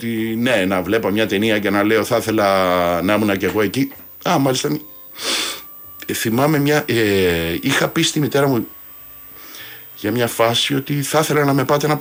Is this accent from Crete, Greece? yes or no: no; Korydallos, Attica, Greece; στον Κορυδαλλό μεγάλωσα.